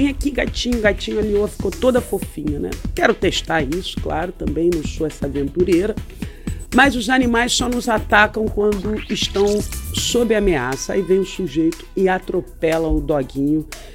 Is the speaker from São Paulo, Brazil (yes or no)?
no; Minas Gerais, Brazil; now in Cabo Frio, Brazil; Não, que eu sou de Minas Gerais, sou.